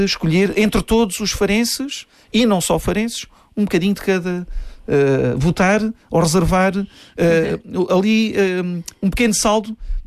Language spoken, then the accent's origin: Portuguese; Algarve, Portugal; E uma nota também como Algarvio